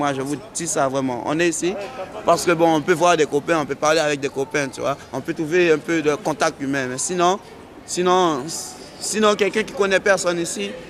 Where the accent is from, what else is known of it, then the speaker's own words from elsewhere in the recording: France; Et je suis français et je me demande qu'est-ce qu'il y a comme pour nous, quoi.